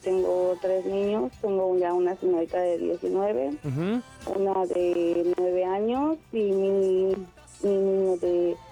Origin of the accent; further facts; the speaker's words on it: Atizapán, State of Mexico, Mexico; Del Estado de México.